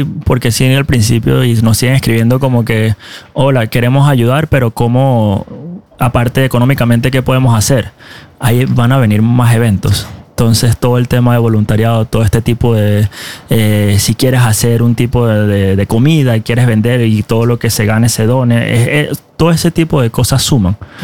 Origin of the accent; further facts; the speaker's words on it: Venezuela; yo soy el … Leader de Casa Cultural y esta vez yo soy venezolano.